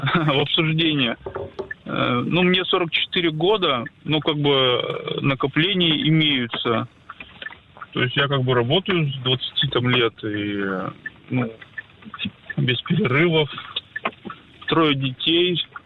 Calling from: Yaroslavl, Yaroslavl Oblast, Russia; Я из Ярославля, правда, не из Барнаула

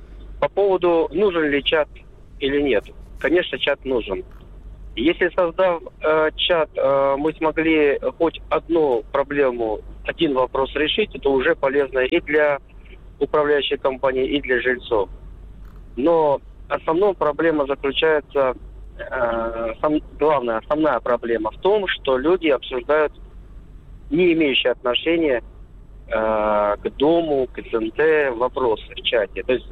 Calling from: Murom, Vladimir Oblast, Russia; я из Мурома.

